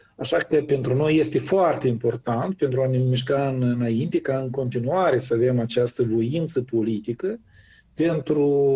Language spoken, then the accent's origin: Romanian; Moldova